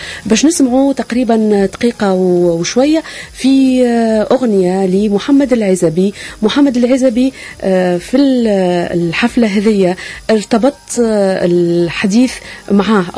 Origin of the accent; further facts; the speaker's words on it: Tunisia; عندنا في تونس